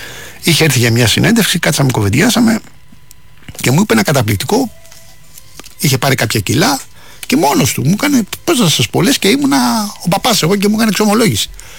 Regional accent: Rafina, Attica, Greece; Θυμάμαι στο χωριό μου στη Ραφίνα, είχαμε χωροφυλακή.

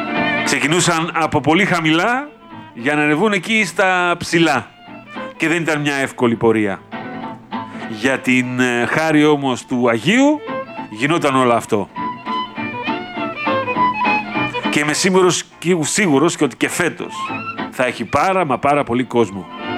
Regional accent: Greece

